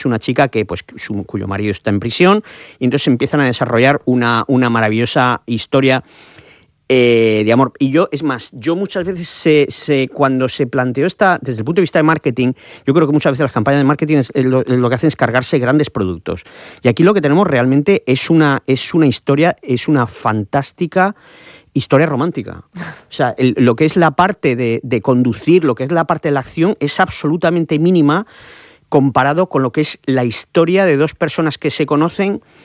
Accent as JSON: {"language": "Spanish", "region": "Region of Murcia", "country": "Spain", "said": "yo creo que como murcianos y como y sobre todo los de Cartagena"}